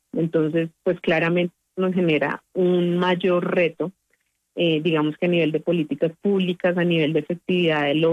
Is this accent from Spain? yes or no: no; Colombia; y claramente nosotros como colombianos vamos a manejar un acento, incluso dentro de las regiones de nuestro país